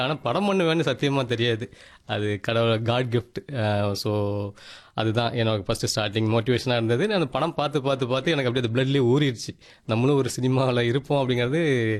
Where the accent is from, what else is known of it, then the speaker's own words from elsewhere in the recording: Tiruchirappalli district, Tamil Nadu, India; moved away as an adult; திருச்சி மாவட்டம் துறையூர் வட்டம், ஒரு ஆதனூர்ன்ற ஒரு சின்ன கிராமத்துலேருந்து காலேஜ் படித்தேன்.